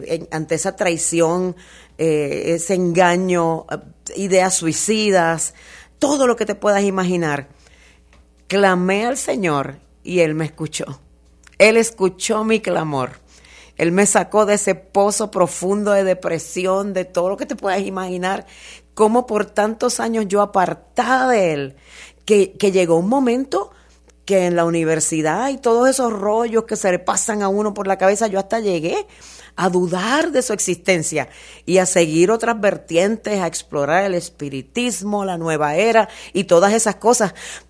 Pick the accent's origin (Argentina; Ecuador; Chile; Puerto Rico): Puerto Rico; Quebradillas; moved away as an adult; now in El Paso, United States; yo soy de un pueblito en la costa noroeste de Puerto Rico, se llama Quebradillas, es un pueblo pequeñito, pero con unos paisajes al mar hermosísimos. Allí todavía vive, tengo a mi mamá, a mi hermana